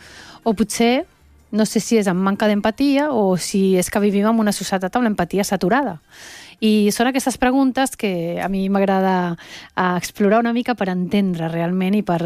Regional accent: Venezuela; accent: Venezuelan; now in Barcelona, Spain; Perquè jo quan vaig arribar de Venezuela, vaig venir directe de Venezuela aquí a Barcelona, parlava un català amb accent venezolà, perquè la meva mare sempre ens ha parlat català a casa, des de ben petits

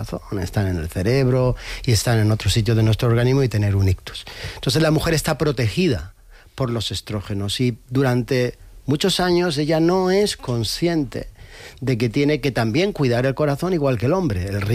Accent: Jaén, Andalusia, Spain; En mi tierra, en Jaén

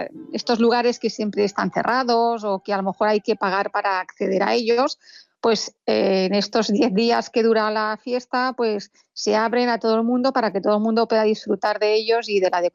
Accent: Girona, Catalonia, Spain; somos gente de Gerona

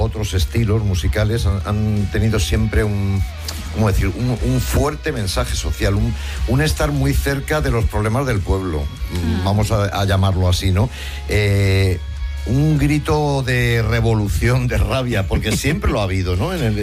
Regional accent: Madrid, Community of Madrid, Spain; born there; Yo nací en O'Donnell también

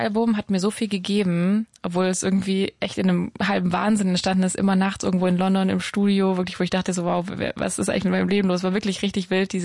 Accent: Baden-Württemberg, Germany; now in Berlin, Germany; Nee, ich war am Bodensee, ich bin ja im Schwabenland aufgewachsen.

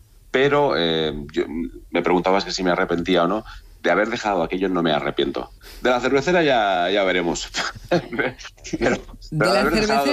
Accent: Montemayor de Pililla, Castile and León, Spain; now in Madrid, Spain; Sí, yo soy de Montemayor, sí.

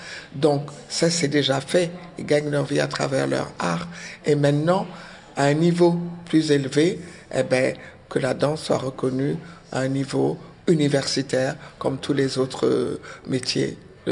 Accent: Senegal; also born or lived in Benin; Je suis née au Bénin et j'ai grandi au Sénégal.

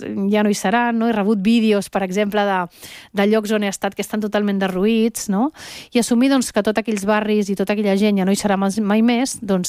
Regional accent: Venezuela

